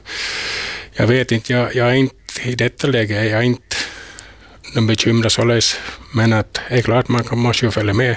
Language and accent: Swedish; Jeppo, Ostrobothnia, Finland; Jeppo till exempel varifrån jag kommer